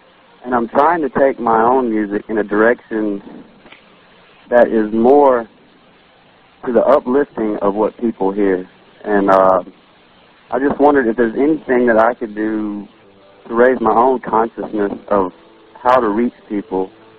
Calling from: Cleveland, Mississippi, United States; from Cleveland, Mississippi.

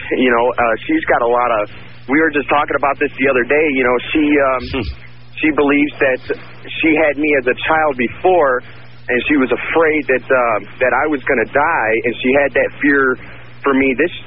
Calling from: Colorado, United States; from Colorado.

